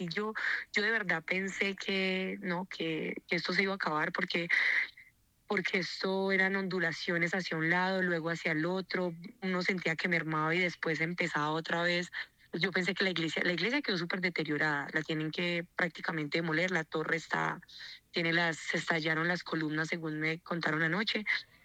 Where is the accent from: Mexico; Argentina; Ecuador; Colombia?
Colombia; El Cairo, Valle del Cauca; Yo soy una simple comerciante, ciudadana del Cairo, que trabaja, pues he trabajado aquí